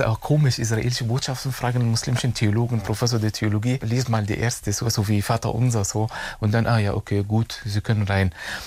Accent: Germany; ich komme aus Deutschland, ich wusste auch nicht, was ich genau sage, aber meine Eltern sind Palästinenser

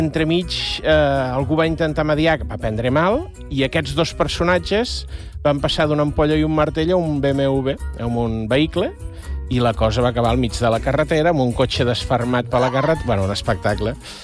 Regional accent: Sarral, Catalonia, Spain; la gent que som de Sarral.

